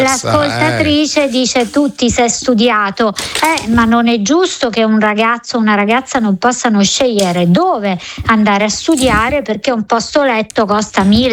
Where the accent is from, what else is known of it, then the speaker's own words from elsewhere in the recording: Naples, Campania, Italy; now in Milan, Italy; anch'io mi sono trasferita da Napoli a Milano facendo tanti sacrifici, tuttora va detto sono ancora in affitto